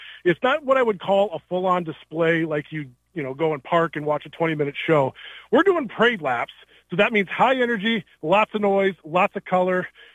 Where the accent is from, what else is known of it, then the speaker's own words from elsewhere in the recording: Winneshiek County, Iowa, United States; now in New Hampton, United States; Well, I was raised here in Wenatchee County for sure. Yeah, more or less. I live down in New Hampton now.